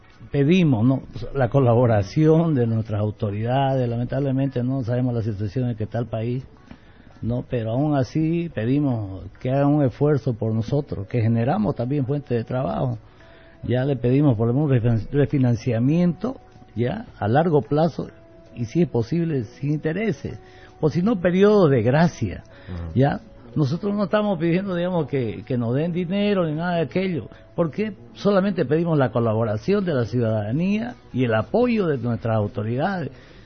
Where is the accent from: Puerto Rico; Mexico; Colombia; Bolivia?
Bolivia; somos parte de Bolivia, somos comerciantes